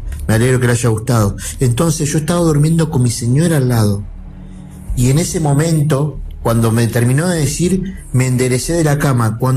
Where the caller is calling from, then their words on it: Santa Fe, Argentina; De Santa Fe Capital.